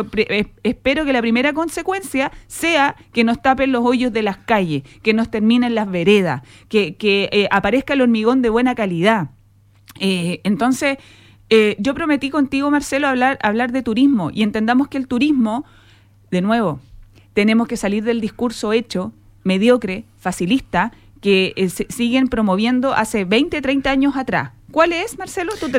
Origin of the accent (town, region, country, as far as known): Chile; now in Iquique, Chile